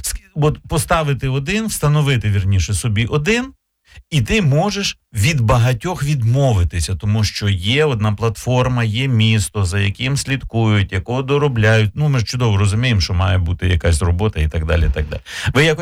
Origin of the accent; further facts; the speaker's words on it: Vinnytsia, Vinnytsia Oblast, Ukraine; ми, вінничани, ми, як патріоти свого міста, своєї міської територіальної громади